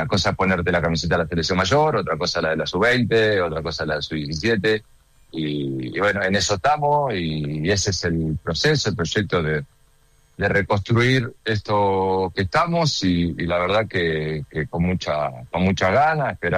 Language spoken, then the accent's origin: Spanish; Argentina; moved away as an adult; cómo gestionamos los argentinos